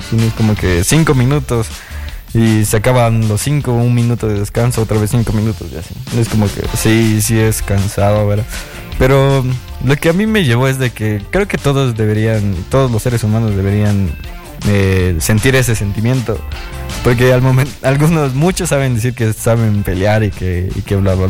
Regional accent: Ambato, Tungurahua, Ecuador; como soy de Ambato

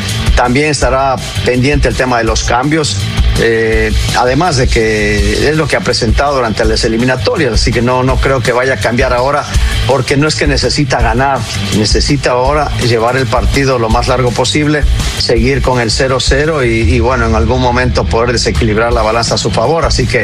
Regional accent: Ecuador; now in Mexico; Soy muy agradecido de México. Yo vivo en México, pero mi corazón es ecuatoriano, y cuando juega la selección de Ecuador, siempre iré con Ecuador

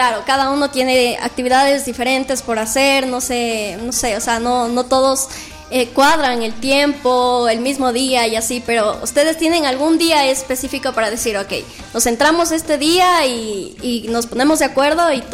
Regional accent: Ecuador; yo siento que nosotros como ecuatorianos debemos apoyar el talento ecuatoriano

